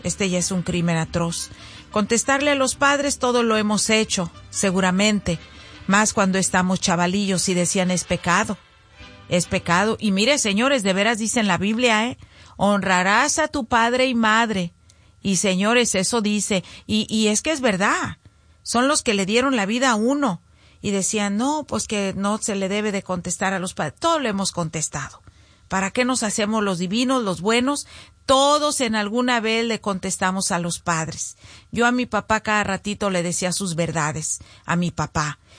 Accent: Zacualco, Jalisco, Mexico

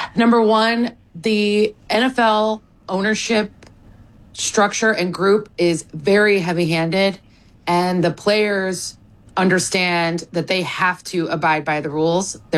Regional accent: Cleveland, Ohio, United States; there's a pending case of former Cleveland Guardians players in my hometown of Cleveland, Ohio

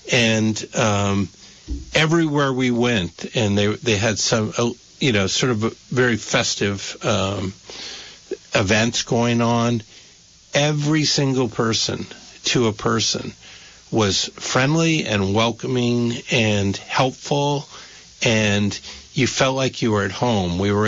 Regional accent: St Albans, East of England, United Kingdom; We get up to the window, and we're from St. Albans.

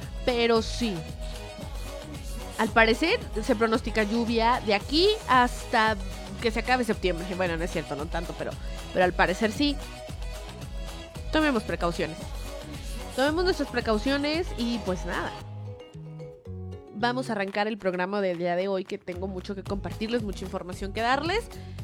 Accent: Mexico; porque mexicanos, soy mexicano, esa es mi bandera.

